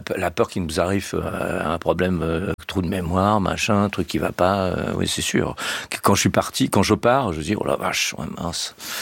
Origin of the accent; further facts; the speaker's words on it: Le Havre, Normandy, France; accent: Le Havre; Je prends un plutôt l'accent havre. Moi, je suis du Havre.